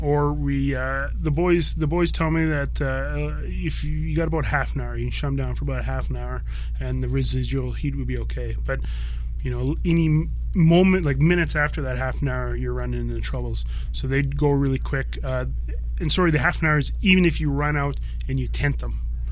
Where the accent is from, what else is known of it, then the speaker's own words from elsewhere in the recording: Northwest Territories, Canada; So literally there's more people outside the door here than there is in my hometown.